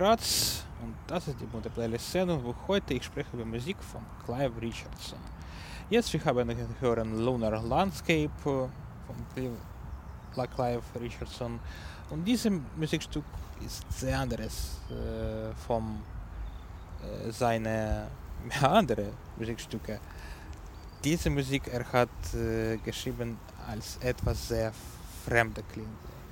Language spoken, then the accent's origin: German; Ukraine; first language Ukrainian; German is a second language; moved away; In meiner Sprache, in meiner Muttersprache, in der ukrainischen Sprache